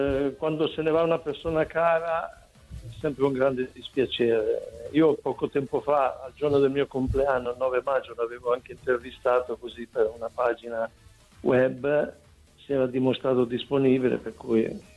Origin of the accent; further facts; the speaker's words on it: Friuli-Venezia Giulia, Italy; perché io sono friulano, lui era, diciamo, siamo due friulani